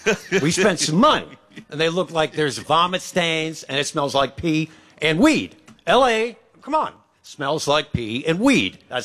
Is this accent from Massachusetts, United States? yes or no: yes; Boston, Massachusetts, United States; I grew up in Boston.